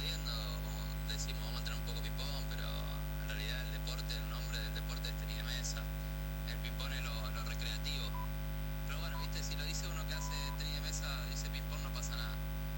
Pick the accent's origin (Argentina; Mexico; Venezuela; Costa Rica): Argentina; La Plata, Buenos Aires Province; Yo soy de La Plata, de La Plata.